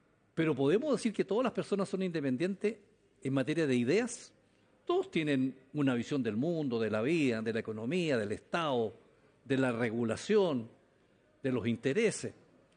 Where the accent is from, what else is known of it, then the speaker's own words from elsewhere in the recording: Chile; en Chile muchas veces hay un cierto orgullo malentendido de pensar que somos grandes, que somos los ingleses de América.